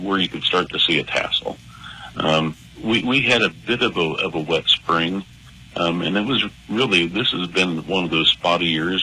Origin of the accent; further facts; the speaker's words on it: Hopkins, United States; My little hometown of Hopkins